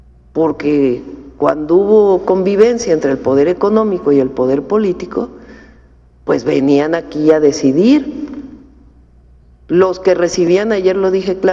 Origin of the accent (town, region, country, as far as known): Mexico